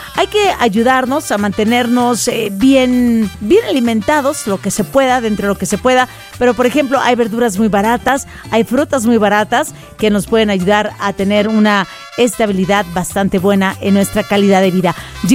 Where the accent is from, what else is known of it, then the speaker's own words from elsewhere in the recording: Mazatlán, Sinaloa, Mexico; Y yo soy marinera, pero soy de Mazatlán, Sinaloa. Bendita de tierra de bandas y de gente trabajadora.